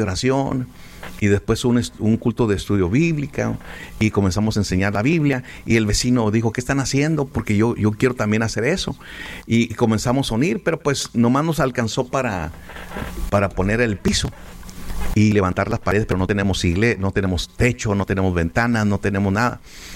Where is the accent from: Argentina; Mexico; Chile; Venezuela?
Mexico; San Luis Potosí; tenemos que abrir una iglesia en mi pueblito o campo San Luis Potosí.